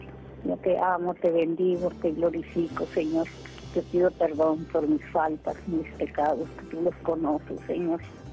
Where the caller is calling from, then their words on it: Hermosillo, Sonora, Mexico; De Hermosillo, Sonora.